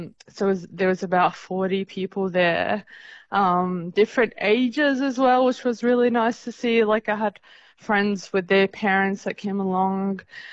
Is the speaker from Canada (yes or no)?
no; Syria; also born or lived in Lebanon; now in Broome, Australia; So I was born and raised in the Syria and Lebanon and different parts of the Middle East. So I have a lot of family and friends there. And being in Broome, being so far away from it